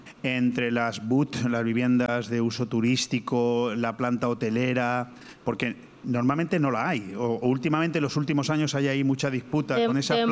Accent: Benidorm, Valencian Community, Spain; Yo soy de Benidorm

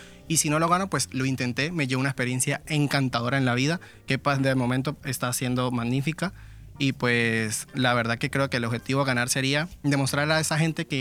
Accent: Venezuela; now in Spain; a ver, que soy venezolano, pero bueno, encantado y orgullosamente dejar España en alto.

